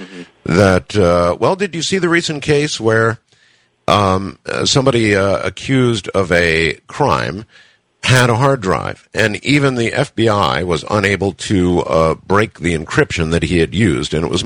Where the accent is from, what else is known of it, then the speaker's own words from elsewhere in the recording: United States; now in Philippines; as an American, you certainly notice it. Here in the Philippines